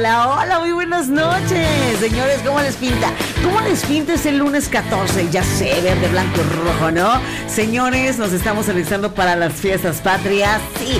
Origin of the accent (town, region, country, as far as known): Mexico